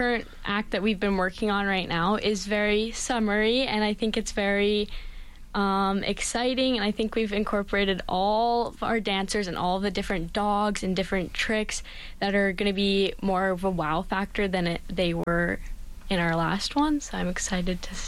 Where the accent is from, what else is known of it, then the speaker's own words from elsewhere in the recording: Edmonton, Alberta, Canada; It does, because, like, all of our family, we're all from Edmonton, Canada.